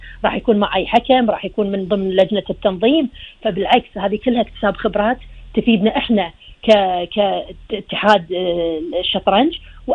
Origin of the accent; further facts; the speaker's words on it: Kuwait; لديرتنا الكويت